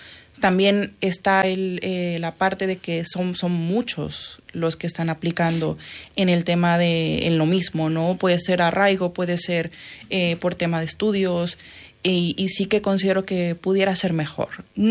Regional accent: Mexico; now in Spain; Al menos hablando yo como mexicana, sí he sentido mucha calidez por parte de la comunidad española.

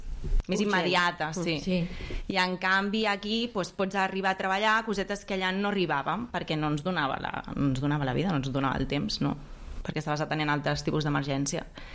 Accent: Catalonia, Spain; jo he treballat en centres oberts, en espais joves, més o menys també, però clar, jo vinc del Baix Llobregat, i és bastant diferent que aquí.

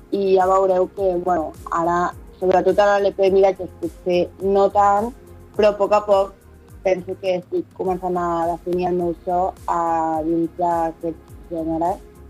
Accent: Terrassa, Catalonia, Spain; Vale, doncs … soc de Terrassa i soc cantant i artista emergent.

